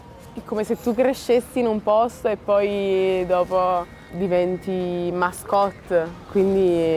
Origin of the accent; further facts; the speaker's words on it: Naples, Campania, Italy; Sì, Napoli è la mia città natale, io sono nata qui e amo Napoli. E sarò per sempre fiera di essere napoletana.